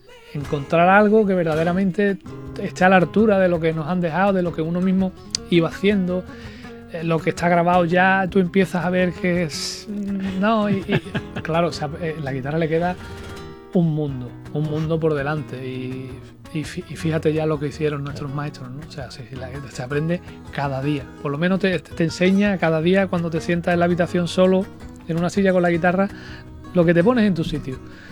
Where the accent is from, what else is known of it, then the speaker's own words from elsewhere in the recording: Huelva, Andalusia, Spain; yo soy de Huelva